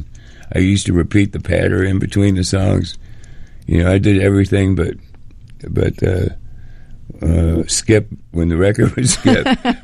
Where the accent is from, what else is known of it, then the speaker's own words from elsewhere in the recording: Maywood, Illinois, United States; I was 10 miles directly from the lakefront. That's how close Maywood was to the edge of Chicago. We grew up on Madison Avenue